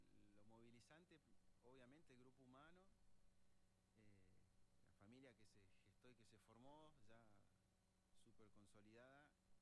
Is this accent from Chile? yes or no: no; Patagonia, Argentina; quién me va a dar bola si soy de la Patagonia